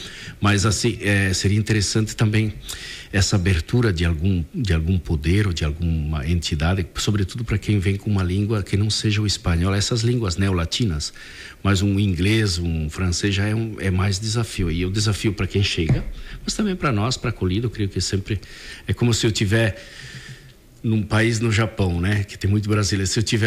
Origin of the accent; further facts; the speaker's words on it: Sarandi, Brazil; born there; moved away; Eu vejo lá em Sarandi, na minha terra